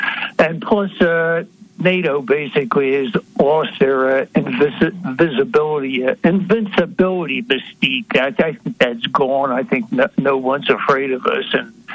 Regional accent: New Jersey, United States; Good evening, Al. … formerly from South Jersey.

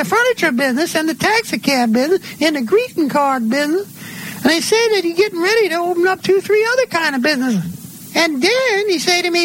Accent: Bessemer, Alabama, United States; born there; moved away as an adult; now in New York City, United States; I was born in Bessemer, Alabama.

